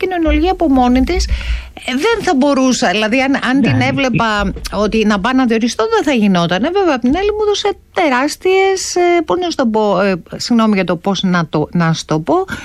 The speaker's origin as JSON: {"language": "Greek", "town": "Serres", "region": "Central Macedonia", "country": "Greece", "said": "Ή στα Σέρα, στην πατρίδα μου, τι έγινε με αυτή τη σχολή, 2.500 πάνω."}